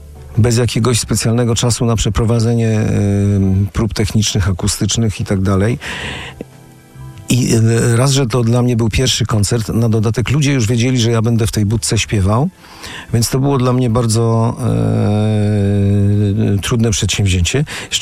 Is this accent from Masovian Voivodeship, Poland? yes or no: yes; Warsaw, Masovian Voivodeship, Poland; also born or lived in Łódź; bo studiowałem w Łodzi, ale jestem warszawiakiem i wróciłem do swojego rodzinnego miasta po studiach.